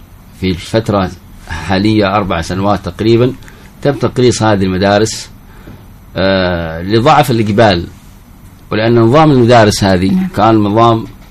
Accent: Yemen; عندنا في اليمن ولله الحمد في بلادنا

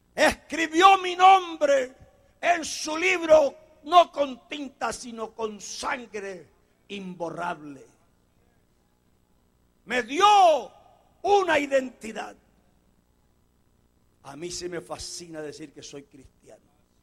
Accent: Colombia; No, nosotros no tenemos ningún pacto con Dios. Los colombianos somos gentiles.

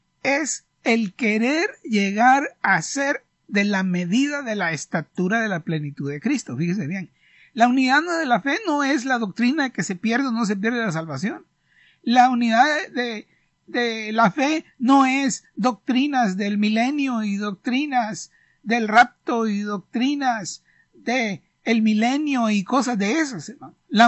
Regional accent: Honduras; yo soy de Honduras

